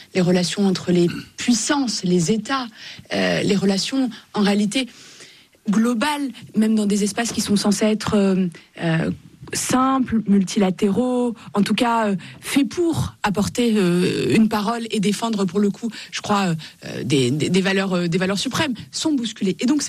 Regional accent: Morocco; now in France; Bah, moi, j'ai grandi au Maroc, dans un pays multiculturel, où musulmans, juifs, chrétiens, pour le coup, vivent ensemble, vivent profondément ensemble.

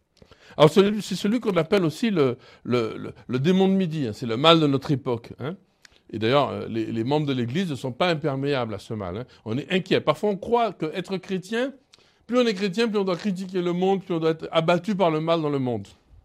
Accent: Martinique; chez nous en Martinique

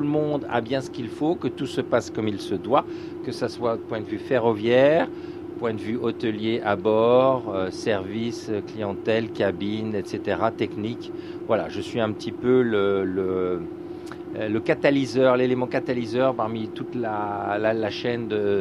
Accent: Liège, Wallonia, Belgium; moved away; je suis liégeois

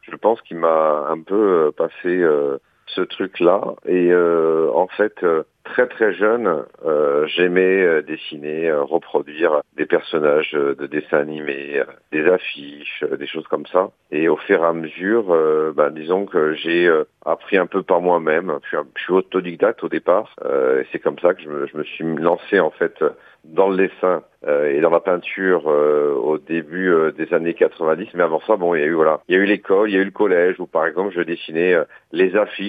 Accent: Montemaggiore, Corsica, France; j'ai grandi en Corse, évidemment, en Balagne, à Montemajor précisément.

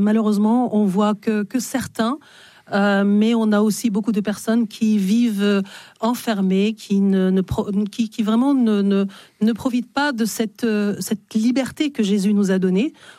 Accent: Algeria; Je suis originaire d'Algérie.

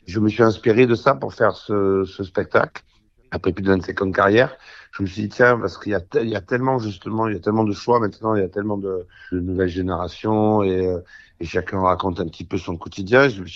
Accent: Marseille, Provence-Alpes-Côte d'Azur, France; moi, je suis marseillais

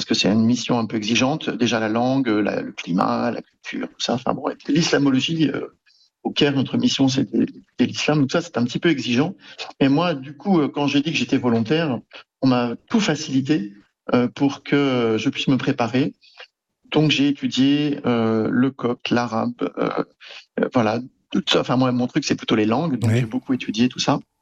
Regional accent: Angers, Pays de la Loire, France; moved away as an adult; also born or lived in Japan; now in Cairo, Egypt; je suis originaire d'Angers, en l'ouest de la France. J'ai fait des études jusqu'au bac, là-bas.

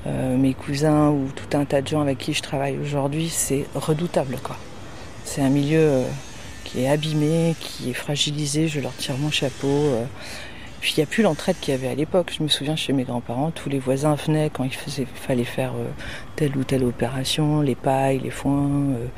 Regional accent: Quimper, Brittany, France; born there; also born or lived in Cap Sizun; now in Brest, France

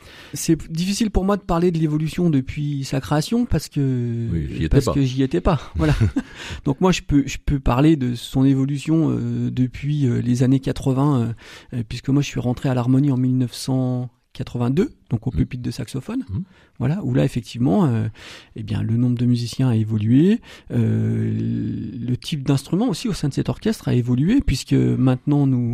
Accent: Ambérieu-en-Bugey, Auvergne-Rhône-Alpes, France; je suis originaire du département de l'Ain, plus précisément à Ambérieu-en-Bugey

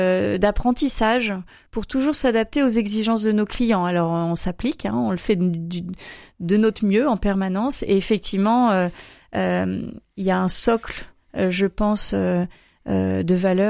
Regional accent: Saint-Malo, Brittany, France; born there; moved away as an adult; also born or lived in Angers / United States / England; je suis née à Saint-Malo.

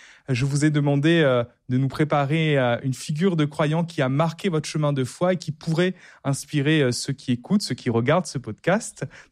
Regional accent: Réunion, France; Ça me touche particulièrement parce que moi, je suis réunionnais

